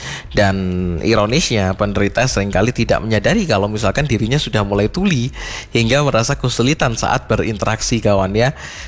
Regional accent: East Java, Indonesia; kita sebagai warga Malang Raya

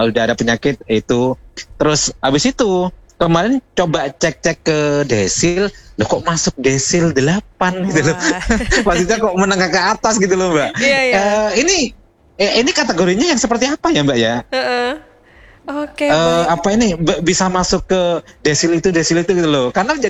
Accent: Kalibaru, East Java, Indonesia; Di daerah ini, daerah Banyuwangi. Saya asli Kalibaru.

